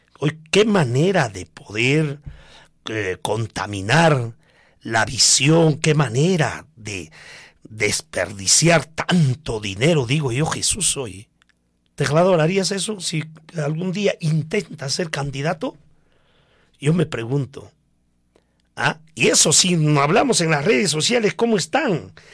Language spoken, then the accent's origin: Spanish; Coracora, Ayacucho, Peru; Si verdaderamente yo quiero a mi pueblo, hago mi campaña política transparente. Y digo, señores, mi planteamiento es esto para mi pueblo de Coracora